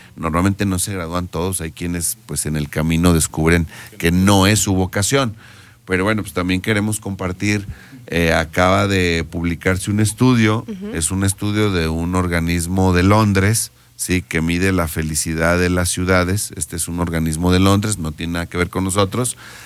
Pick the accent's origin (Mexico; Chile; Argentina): Mexico